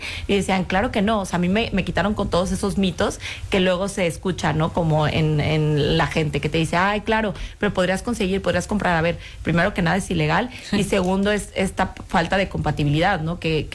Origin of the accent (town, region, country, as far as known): Guadalajara, Jalisco, Mexico; now in Mexico City, Mexico